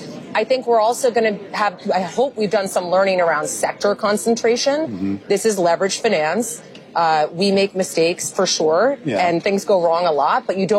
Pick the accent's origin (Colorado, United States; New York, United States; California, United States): California, United States; Los Angeles; Welcome to my hometown of Los Angeles.